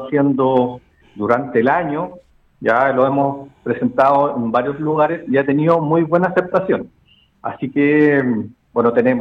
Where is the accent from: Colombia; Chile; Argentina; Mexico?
Chile; San Pablo, Los Lagos; moved away; yo vengo del sur de Chile, desde una comuna de San Pablo, que se llama Cerca de Osorno, de una banda escolar